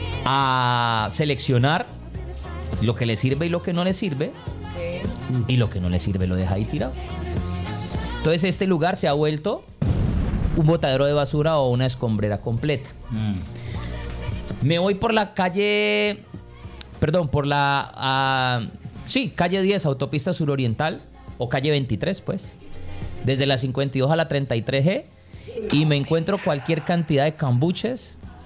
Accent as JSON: {"language": "Spanish", "town": "Cali", "region": "Valle del Cauca", "country": "Colombia"}